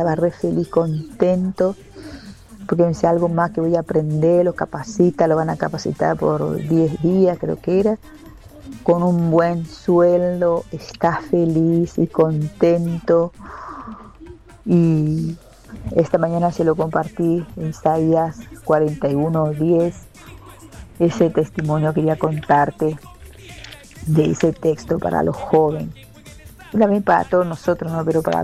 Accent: Itauguá, Central, Paraguay

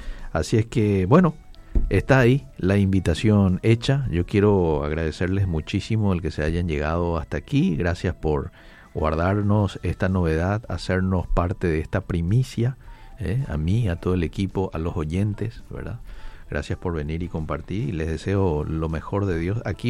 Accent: Paraguay; Y estamos expectantes como paraguayos

